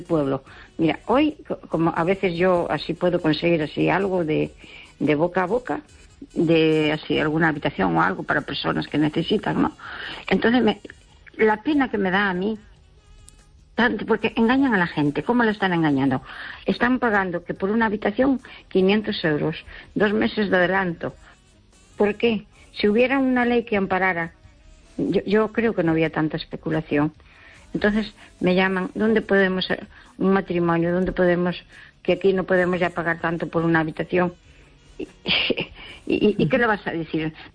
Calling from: Pontevedra, Galicia, Spain; Hola, buenas noches. … de Pontevedra.

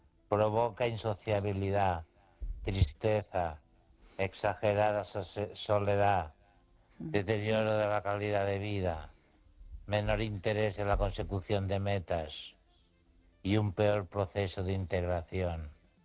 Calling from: Catalonia, Spain

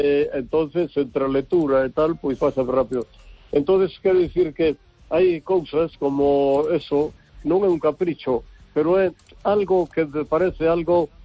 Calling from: Vigo, Galicia, Spain

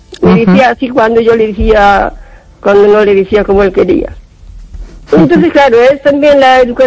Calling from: O Carballiño, Galicia, Spain; de Carballiño.

